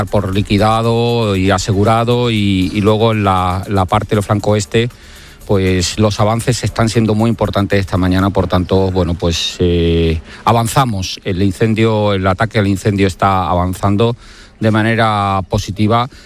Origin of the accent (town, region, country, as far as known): Cádiz, Andalusia, Spain; born or raised there